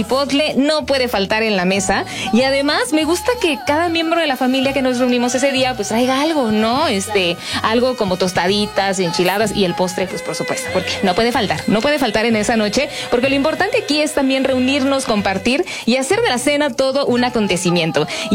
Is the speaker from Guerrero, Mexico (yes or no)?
yes; Guerrero, Mexico; now in León, Mexico; soy de Guerrero